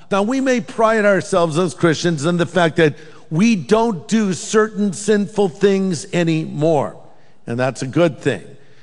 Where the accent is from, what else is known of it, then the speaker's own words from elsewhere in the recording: California, United States; Well, listen, I'm from California, okay?